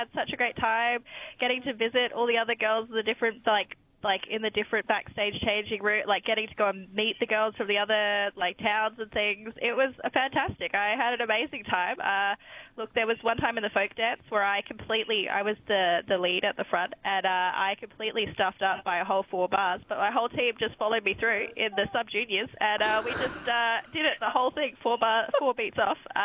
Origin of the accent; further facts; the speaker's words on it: Bordertown, South Australia, Australia; I did calisthenics as a kid and I grew up in Bordertown.